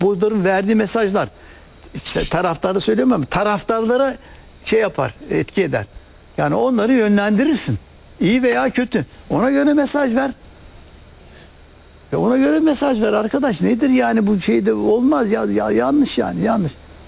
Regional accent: Çorum, Turkey; Ben Çorumluyuz.

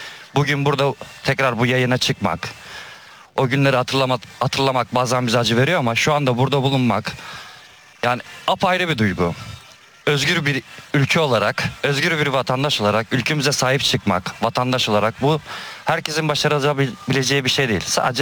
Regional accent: Ordu, Turkey; Annemler de o zaman memleketteydi. Ordu'daydı. Orduluyum ben. Annemler oradaydı.

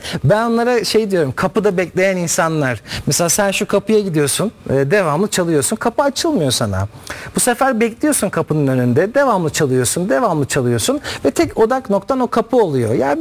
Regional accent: Bala, Ankara, Turkey; Ben Ankara Bayla'lıyım. Ankara Bayla'dan diyorum bir Kenan çıkmış diyorum, bir Beyhan çıkmış.

